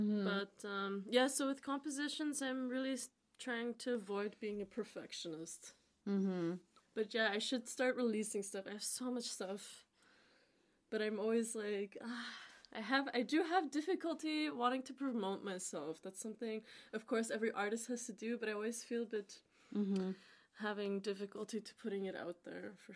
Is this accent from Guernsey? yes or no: no; Toronto, Ontario, Canada; born or raised there